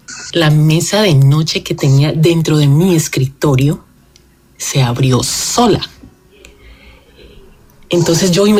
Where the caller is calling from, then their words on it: Cali, Valle del Cauca, Colombia; Te hablo desde Cali